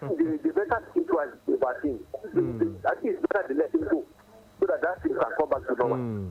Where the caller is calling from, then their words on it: Sagamu, Ogun, Nigeria; I'm from Shagamu.